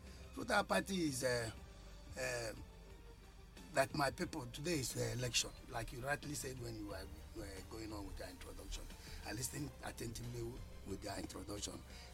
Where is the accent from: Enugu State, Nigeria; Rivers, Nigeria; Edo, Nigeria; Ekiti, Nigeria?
Enugu State, Nigeria; Enugu; I'm from Enugu here, and I'm from Southeast, I'm an Igbo man